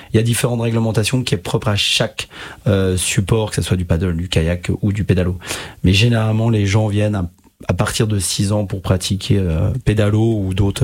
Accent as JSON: {"language": "French", "town": "Messein", "region": "Grand Est", "country": "France", "tie": "born or raised there", "said": "je suis issu de Messin"}